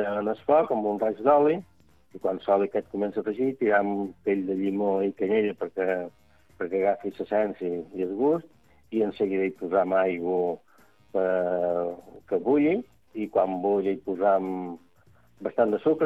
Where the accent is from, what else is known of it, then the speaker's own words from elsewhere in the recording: Santa Eulària des Riu, Balearic Islands, Spain; jo som de Sant Eulari, no som de Sant Joan